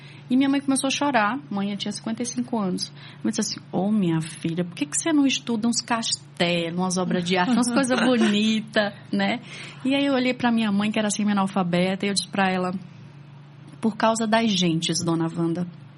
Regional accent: Paraíba, Brazil; moved away as an adult; also born or lived in Rio Grande do Sul / São Paulo; Porque eu saí da Paraíba, fui fazer mestrado no interior do Rio Grande do Sul, depois doutorado em São Paulo, saí rodando.

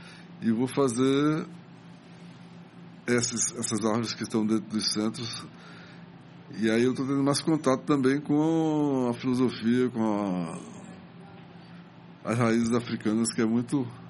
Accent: Recife, Pernambuco, Brazil; Eu ali, quando era criança que morava na Rua Imperial, eu tive contato com... Atrás ali existia o Rio Cabaribe, era muito maior.

